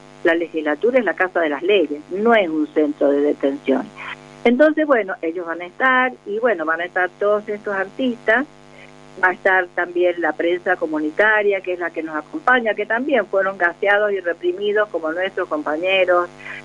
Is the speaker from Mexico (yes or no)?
no; Argentina; como argentinos y como todos los habitantes de este suelo argentino